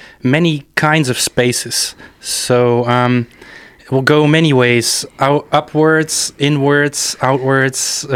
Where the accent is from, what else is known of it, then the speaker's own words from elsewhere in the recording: Tilburg, North Brabant, Netherlands; accent: mixed Dutch and Saxon German; English is a second language; now in Germany; I grew up in Tilburg neighborhood. If you walk around there, everyone talks in a specific kind of local, like platt Dutch